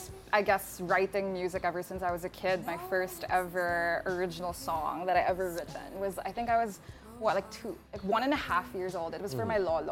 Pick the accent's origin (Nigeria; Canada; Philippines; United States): Philippines; I was born and raised here, so mm-hmm. I feel like I am Filipina, like, by heart. So I don't feel as... I feel like I'm very in touch with my roots.